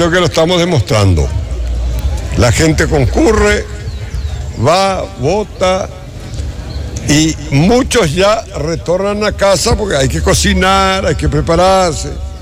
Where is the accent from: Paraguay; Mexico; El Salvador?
Paraguay; Luque, Central; Somos paraguayos, somos luqueños